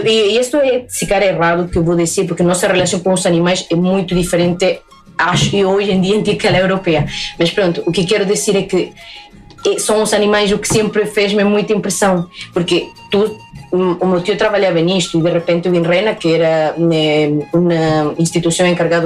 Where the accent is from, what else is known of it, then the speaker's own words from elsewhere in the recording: Pucallpa, Ucayali, Peru; E por acaso, de onde eu sou, que é Pucallpa, é o rio Ucayali.